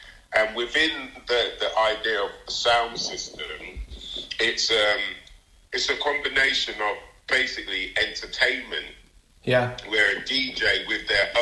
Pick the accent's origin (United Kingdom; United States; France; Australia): United Kingdom; England; West Indian kid growing up in England